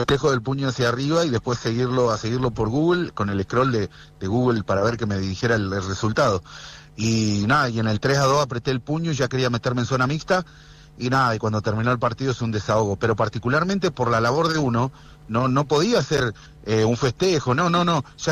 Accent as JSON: {"language": "Spanish", "country": "Argentina", "said": "más aún siendo argentinos"}